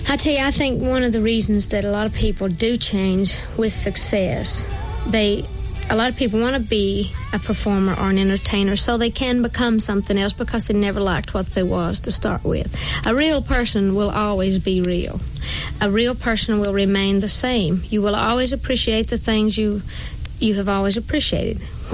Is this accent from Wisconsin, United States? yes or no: no; Sevierville, Tennessee, United States; I love my people, and I know almost everybody in Sevier County, and everybody knows me. In fact, I can't do enough for the people of my hometown.